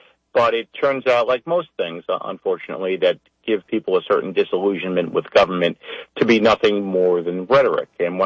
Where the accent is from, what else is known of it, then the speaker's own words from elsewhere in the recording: Mastic Beach, New York, United States; the community that I grew up in Mastic Beach